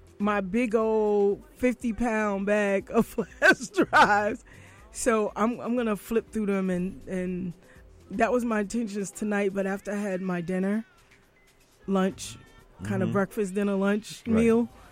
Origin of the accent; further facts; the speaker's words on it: New York City, New York, United States; I'm going to be with him out in Far Rockaway on Beach 90th Street in the Amphitheater. Yes, my hometown.